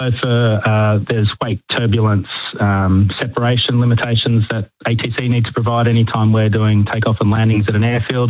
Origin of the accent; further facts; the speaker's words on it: Melbourne, Victoria, Australia; growing up in Melbourne, used to always go along to the Avalon Air Show every 2 years